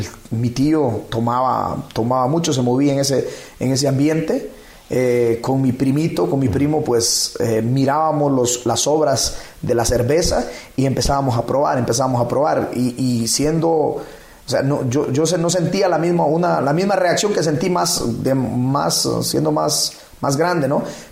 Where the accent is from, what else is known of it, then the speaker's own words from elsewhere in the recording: La Labor, Ocotepeque, Honduras; moved away as an adult; also born or lived in Santa Rosa de Copán; now in Ecuador; Soy hondureño. Nací en un pueblo del municipio de La Labor, en Ocotepeque.